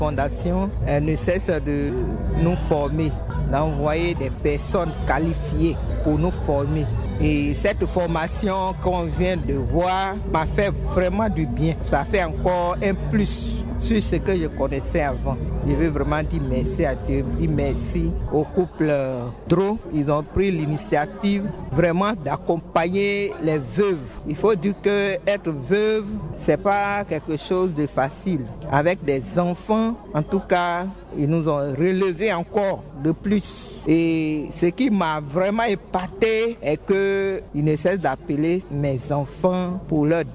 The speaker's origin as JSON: {"language": "French", "region": "Abidjan", "country": "Côte d’Ivoire", "said": "Je suis d'Abidjan, précisément à Blokos, avec mes enfants."}